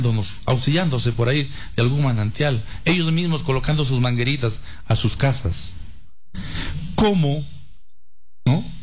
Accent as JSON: {"language": "Spanish", "town": "San Pablo", "region": "Cajamarca", "country": "Peru", "tie": "born or raised there", "also_born_or_lived": "San Bernardino", "said": "yo me he criado en San Pablo. Si bien es cierto, nací en San Bernardino, en Gigante, ¿no?, pero mi colegio y mi instituto superior pedagógico lo he vivido en San Pablo."}